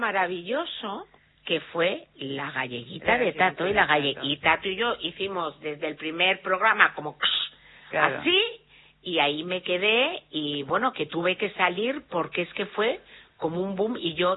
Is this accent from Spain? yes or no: yes; Spain; Es como, sí, soy española, pero...